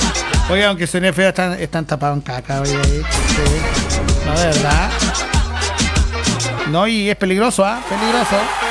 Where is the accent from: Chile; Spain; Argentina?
Chile; Sí, porque así somos los chilenos, así somos.